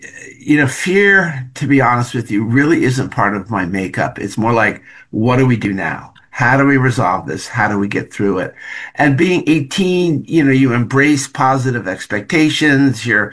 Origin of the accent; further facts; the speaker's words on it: Philadelphia, Pennsylvania, United States; So I'm an 18-year-old kid. I grew up in Philadelphia, just a couple months on the road